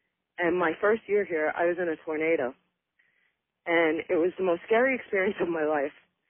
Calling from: Cedar Park, Texas, United States; from Cedar Park, Texas.

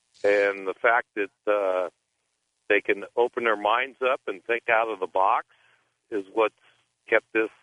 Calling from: California, United States; And the listeners, I'm calling from the San Francisco Bay Area.

